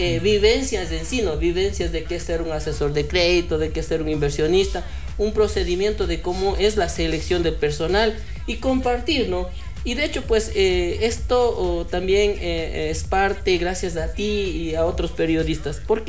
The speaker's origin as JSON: {"language": "Spanish", "town": "Ambato", "region": "Tungurahua", "country": "Ecuador", "said": "Soy de Tungurahua, soy de Ambato"}